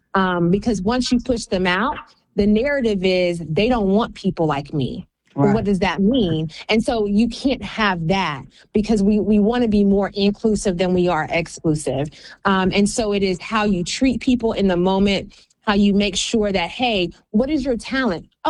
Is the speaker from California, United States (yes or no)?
no; Athens, Georgia, United States; born or raised there